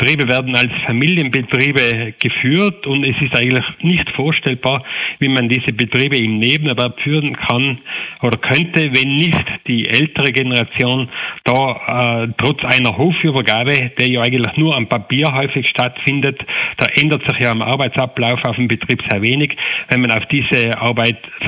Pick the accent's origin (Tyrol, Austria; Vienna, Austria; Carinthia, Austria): Tyrol, Austria; ich bin aus dem Tiroler Oberland